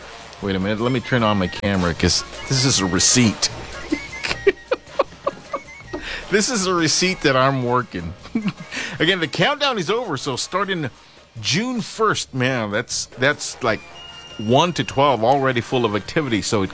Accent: Toledo, Central Visayas, Philippines; I'm from Toledo City.

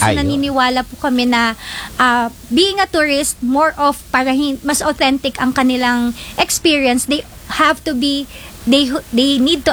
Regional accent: Samal, Bataan, Philippines; So I am from Samal, Bataan. Kaya po pag makikita nyo yung page ko, yung po ang pinaka-flagship ko kasi doon po ako galing.

